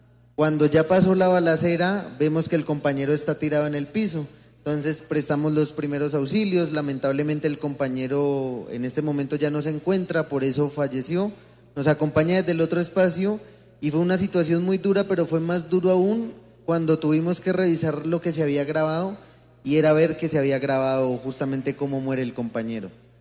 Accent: Corinto, Cauca, Colombia; en mi territorio, yo soy de Corinto

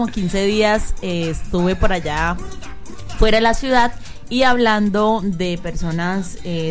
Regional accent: Colombia; la alegría que tenemos como colombianos.

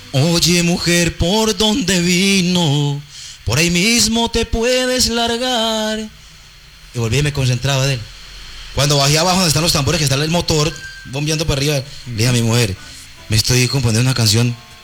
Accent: Segovia, Antioquia, Colombia; also born or lived in Machuca; Yo vivía en Machuca, yo soy de Segovia.

